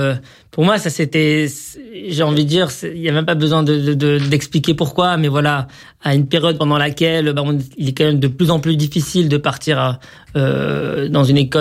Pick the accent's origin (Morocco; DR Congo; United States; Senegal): Morocco; moved away as an adult; now in France; Moi, à titre perso, effectivement, j'ai grandi au Maroc, j'ai ensuite émigré en France, il y a de cela maintenant près de 15 ans.